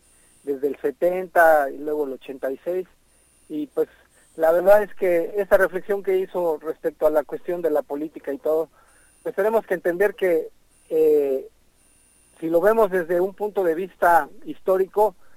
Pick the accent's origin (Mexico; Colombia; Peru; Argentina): Mexico; Mexico City; now in Tijuana, Mexico; yo soy capitalino, yo tengo doble nacionalidad, le digo a la gente, soy chilango y tijuanense ya por adopción